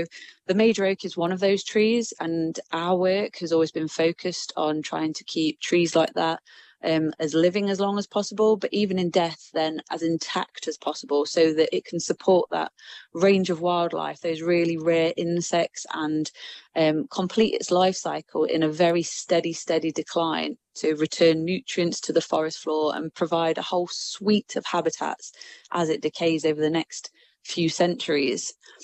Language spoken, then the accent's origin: English; Nottingham, East Midlands, United Kingdom; I'm a local girl, so I'm from Nottingham